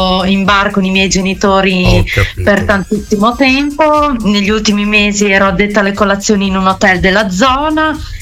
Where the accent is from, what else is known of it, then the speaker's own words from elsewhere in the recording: Castellarano, Emilia-Romagna, Italy; Io sono di Castellarano, provincia di Reggio Emilia.